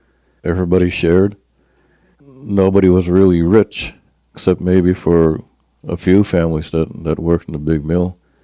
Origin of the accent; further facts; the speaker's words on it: Ilgron, New Brunswick, Canada; I'm from the community of Ilgron, and I'm from the Mi'kmaq tribe. Ilgron is a small community located on the banks of the famous Miramichi River in New Brunswick, Canada.